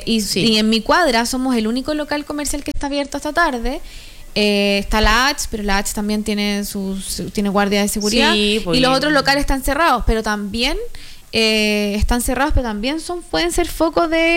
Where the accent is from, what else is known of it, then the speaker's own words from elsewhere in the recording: San Felipe, Valparaíso, Chile; Yo que soy del centro de San Felipe